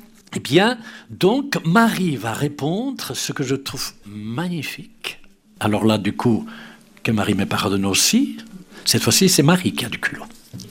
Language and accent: French; Spain; moved away; je suis espagnol